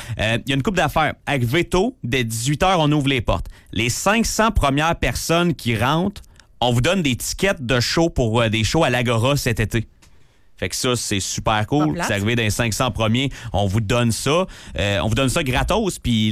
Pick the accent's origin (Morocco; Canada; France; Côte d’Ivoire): Canada; Val-d'Or, Quebec; moved away; dans mon coin de pays, à Val-d'Or